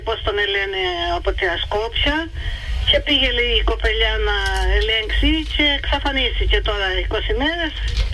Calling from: Crete, Greece

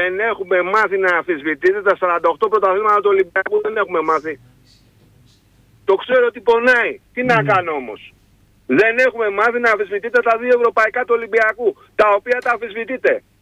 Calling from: London, United Kingdom; από Λονδίνο.

